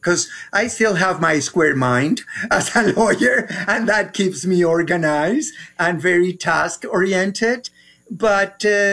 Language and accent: English; Colombia; moved away as an adult; now in United States; Well, I'm from Colombia, and I came to the U.S. when I was already 41